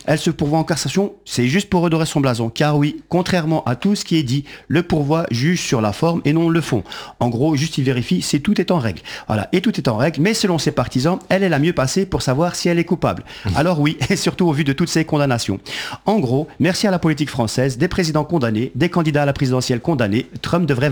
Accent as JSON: {"language": "French", "country": "Belgium", "said": "Mais moi je suis venu pour rétablir l'honneur de mon pays, voilà, puisque je viens de Belgique."}